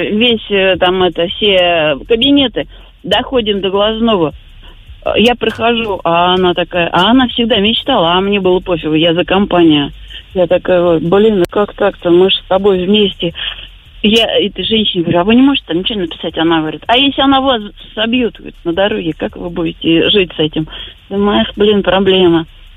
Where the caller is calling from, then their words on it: Lipetsk, Lipetsk Oblast, Russia; Я из Липецка.